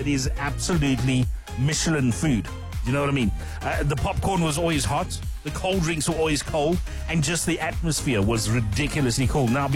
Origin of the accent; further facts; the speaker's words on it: South Africa; We are South African.